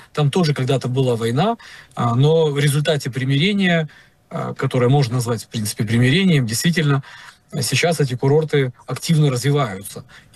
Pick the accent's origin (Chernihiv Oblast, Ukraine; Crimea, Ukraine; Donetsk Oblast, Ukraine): Crimea, Ukraine; now in Kyiv, Ukraine